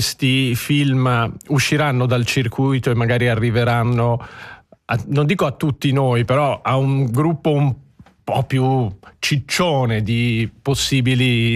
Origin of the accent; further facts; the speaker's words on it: Locarno, Ticino, Switzerland; E io che sono di Locarno